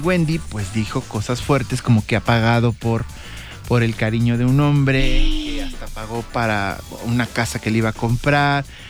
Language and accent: Spanish; San Luis Potosí, Mexico; Yo soy de San Luis Potosí, de mi barrio San Miguelito.